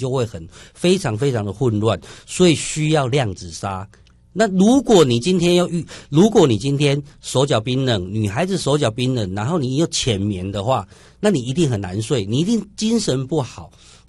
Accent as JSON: {"language": "Chinese", "country": "Taiwan", "said": "可是现在我们台湾人虽然去到那么冷的地方"}